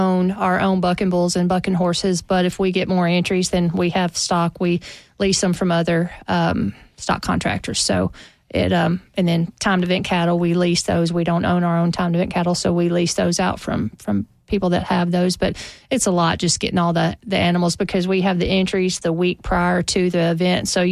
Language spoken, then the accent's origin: English; Tennessee, United States; they're from Oklahoma, we're from Tennessee